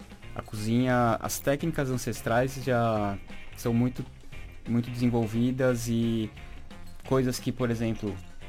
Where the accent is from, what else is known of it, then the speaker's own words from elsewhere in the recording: São Paulo, Brazil; now in Portugal; Eu, como paulistano, né, tive acesso a muitos restaurantes e cozinhas, e grandes cozinhas em São Paulo. Então, chegando cá, não senti essa diferença.